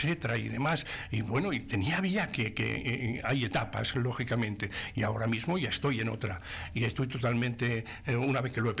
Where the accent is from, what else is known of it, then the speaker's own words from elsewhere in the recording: Segovia, Castile and León, Spain; somos segovianos en el mejor sentido de la palabra. Yo, señor, soy de Segovia, y eso imprime carácter y calidad y dignidad.